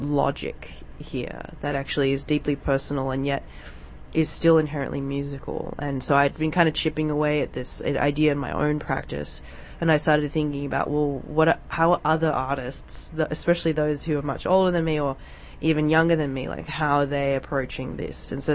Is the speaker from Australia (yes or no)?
yes; Sydney, New South Wales, Australia; who lives in Sydney now, where my hometown is.